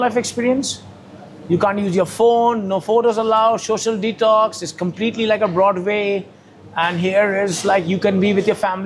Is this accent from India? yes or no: yes; Kolkata, West Bengal, India; now in Delhi, India; I think I'm not from Delhi, I'm from Calcutta.